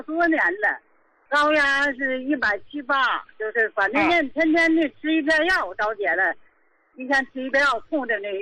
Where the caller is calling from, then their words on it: Qingdao, Shandong, China; 我是青岛的。